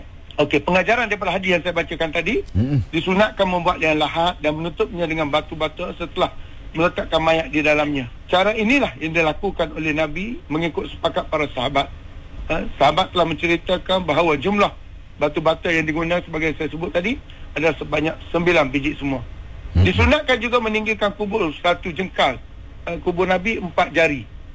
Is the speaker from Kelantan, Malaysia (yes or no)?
yes; Kelantan, Malaysia; now in Kuala Lumpur, Malaysia; saya orang Kelantan